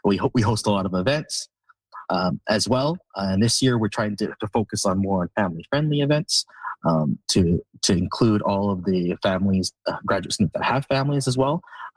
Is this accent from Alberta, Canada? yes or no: no; Vancouver, British Columbia, Canada; moved away as an adult; now in Saskatoon, Canada; She's from Toronto and I'm from Vancouver